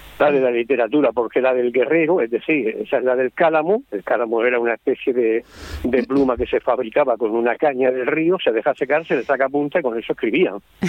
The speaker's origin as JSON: {"language": "Spanish", "town": "Murcia", "region": "Region of Murcia", "country": "Spain", "said": "y yo, pues yo soy de Murcia, y nadie sabía qué era y qué dónde estaba y qué es lo que tenía Murcia."}